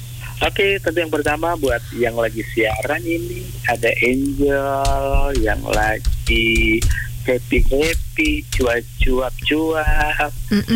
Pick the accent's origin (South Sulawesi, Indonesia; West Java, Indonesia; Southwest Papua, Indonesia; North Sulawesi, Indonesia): North Sulawesi, Indonesia; born there; now in Manado, Indonesia; Sekarang lagi di pulang tempat kelahiran di Minahasa Selatan sekarang.